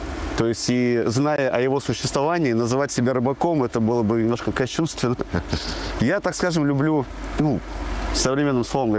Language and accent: Russian; Kurgan, Kurgan Oblast, Russia; Я родом из Кургана.